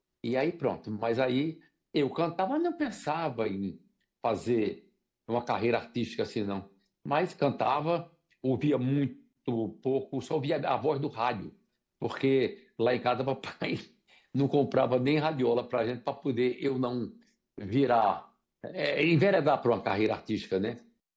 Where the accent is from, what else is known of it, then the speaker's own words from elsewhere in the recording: Recife, Pernambuco, Brazil; Cantei uma música da minha terra, um frevo, né, do Recife